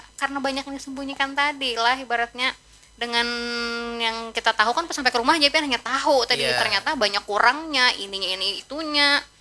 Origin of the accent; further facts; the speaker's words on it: South Kalimantan, Indonesia; kita orang Banjar kan ada bakat dari kita lah.